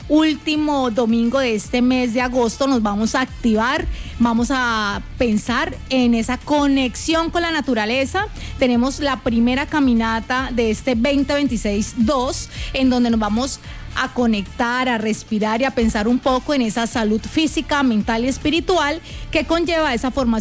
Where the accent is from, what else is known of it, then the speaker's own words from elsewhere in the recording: Llanos, Colombia; todos nosotros somos llaneros